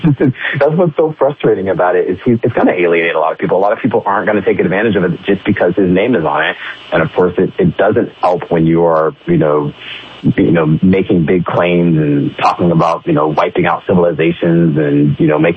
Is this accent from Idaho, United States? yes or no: yes; Idaho, United States; Yeah, Idaho.